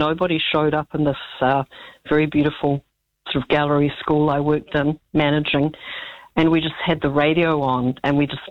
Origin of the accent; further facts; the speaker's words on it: New Zealand; now in United States; I'm a New Zealander, but my first job out of school was managing a gallery in New Canaan, Connecticut